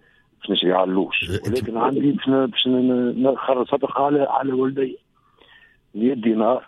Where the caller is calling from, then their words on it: Tunis, Tunis Governorate, Tunisia; انا من تونس انا من تونس أهلاً. من الزهروني بالضبط